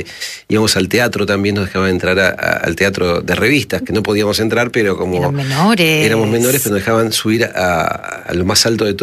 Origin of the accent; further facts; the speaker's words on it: Buenos Aires, Argentina; soy de Buenos Aires